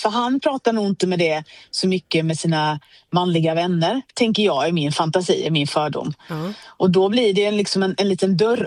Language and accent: Swedish; Skåne, Sweden; Ja, men jag är skåning.